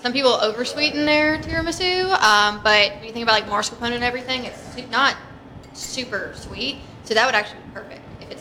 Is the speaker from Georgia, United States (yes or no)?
yes; Georgia, United States; I'm from Georgia, so peaches are a part of my life.